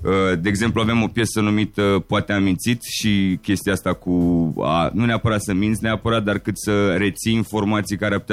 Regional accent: Constanța, Constanța County, Romania; Eu sunt din Tomistrei.

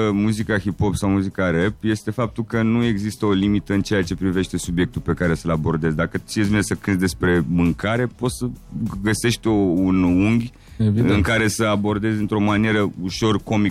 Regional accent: Constanța, Constanța County, Romania; Eu sunt din Tomistrei.

